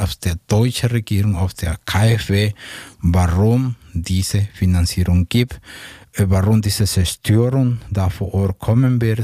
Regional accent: Mexico; wir Ausländer, ich bin Mexikaner

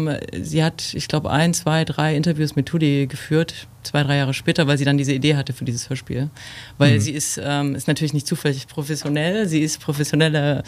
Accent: Saxony, Germany; now in Berlin, Germany; also jetzt wohne ich in Berlin, aber ich bin eigentlich aus dem Erzgebirge, aus einer Kleinstadt.

